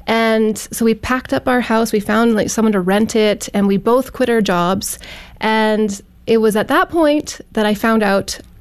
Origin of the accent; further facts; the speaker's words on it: Edmonton, Alberta, Canada; Oh, I grew up in Edmonton, Alberta, which is the capital. And I grew up in a typical Christian middle class family.